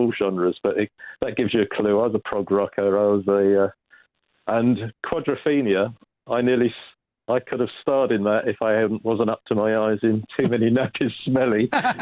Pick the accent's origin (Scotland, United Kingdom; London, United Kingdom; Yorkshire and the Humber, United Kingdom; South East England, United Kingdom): London, United Kingdom; born there; now in Aberystwyth, United Kingdom; I was born London Northwest 9, within spitting distance.